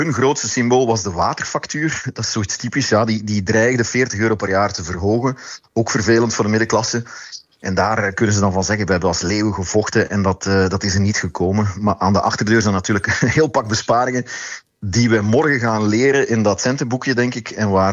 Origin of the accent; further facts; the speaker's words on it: Flanders, Belgium; wij in Vlaanderen